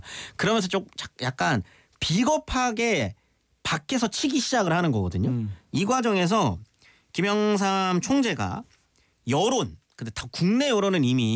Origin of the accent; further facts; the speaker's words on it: Changwon, South Gyeongsang, South Korea; 제가 마산 사람이기 때문에.